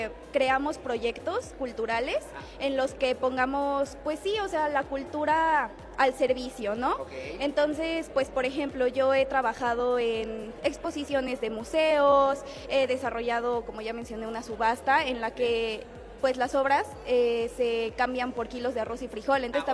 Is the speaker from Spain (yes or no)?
no; Mexico City, Mexico; now in Puebla, Mexico; Yo soy de Ciudad de México.